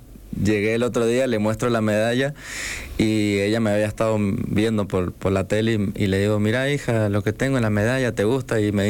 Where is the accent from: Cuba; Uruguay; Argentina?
Argentina; sumar por equipo, o sea, como Argentina